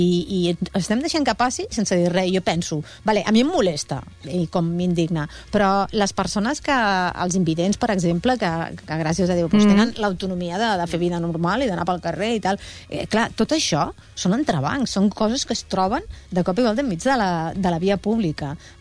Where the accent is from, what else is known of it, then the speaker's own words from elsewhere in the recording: Barcelona, Catalonia, Spain; Que els que som de Barcelona anem per com tu en bicicleta o caminant